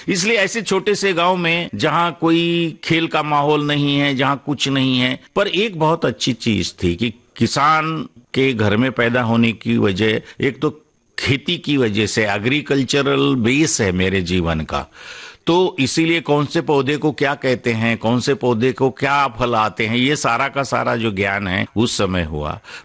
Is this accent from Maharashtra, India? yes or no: yes; Maharashtra, India; born or raised there; moved away